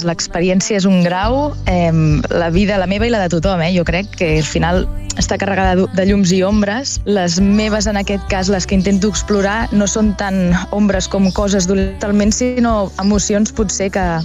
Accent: Tarragona, Catalonia, Spain; now in Vistabella, La Secuita, Spain; jo la veritat és que originalment sóc de Tarragona. Uh-huh. Ara sí que ja fa uns anys que visc aquí al poble, que és, al final és la continuació una mica del llegat dels meus avis, que hi tenen allí una casa.

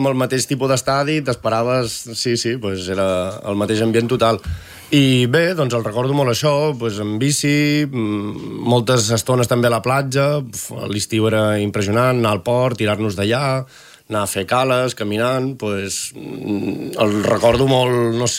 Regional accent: Palamós, Catalonia, Spain; moved away as an adult; now in Palafrugell, Spain; soc palamosí de naixement i tal, ja fa uns anys que estic aquí a Palafrugell

